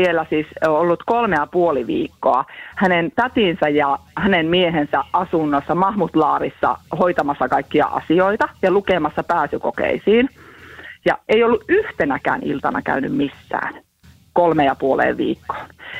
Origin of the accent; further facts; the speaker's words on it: Kemi, Lapland, Finland; Mä oon Kemistä.